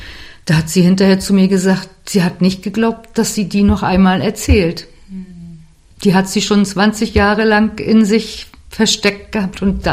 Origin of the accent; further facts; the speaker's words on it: Greifswald, Mecklenburg-Vorpommern, Germany; ja, wo kommst du denn her, hier aus Greifswald?